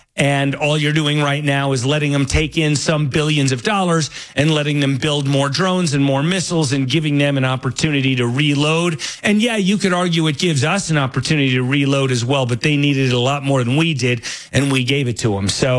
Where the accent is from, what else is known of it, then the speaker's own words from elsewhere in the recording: United States; as an American